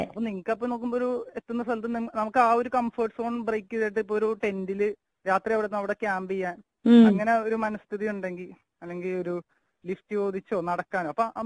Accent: Kochi, Kerala, India; born there; അങ്ങനെ ഇപ്പൊ ഞാൻ ഇവിടെ എറണാകുളത്ത് നെട്ടൂരാണ്, അതായത് തറവാട് കൊച്ചിയിലായിരുന്നു. 2007 മുതൽ നെട്ടൂരേക്ക് വരുമ്പോ

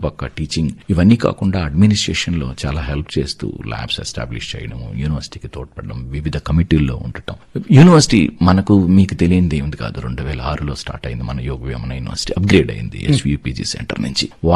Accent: Tirupati, Andhra Pradesh, India; moved away as an adult; now in Kadapa, India; నేను మా విద్యాభ్యాసం మొత్తం చాలా వరకు నాకు తిరుపతిలో జరిగింది. ఎంఎస్సీ పిహెచ్డి అంతా కూడా తిరుపతి ఎస్ యూనివర్సిటీలో కంప్లీట్ చేశాను.

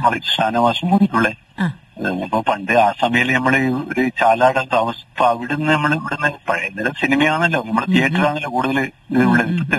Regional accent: Azhikode, Kerala, India; moved away as an adult; also born or lived in Chalad; now in Pazhayangadi, India; വീട് അഴീക്കോട്, സ്വന്തം വീട്.

